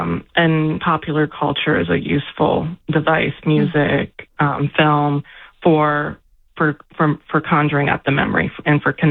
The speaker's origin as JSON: {"language": "English", "region": "London", "country": "United Kingdom", "tie": "born or raised there", "said": "I grew up in South London."}